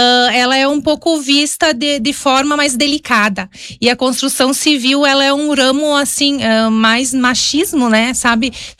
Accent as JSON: {"language": "Portuguese", "town": "Dois Lajeados", "region": "Rio Grande do Sul", "country": "Brazil", "tie": "born or raised there", "moved": "as an adult", "lives_now": "Farroupilha, Brazil", "said": "Sou natural de Guaporé, lá de Dois Lajeados."}